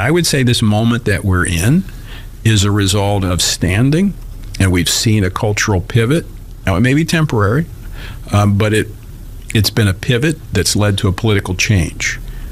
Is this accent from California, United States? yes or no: no; Louisiana, United States